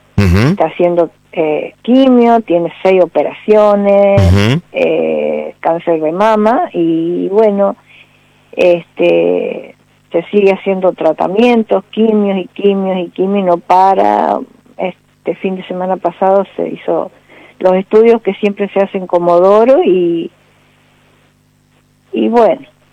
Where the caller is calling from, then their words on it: Rawson, Chubut, Argentina; soy de Rawson Chubut.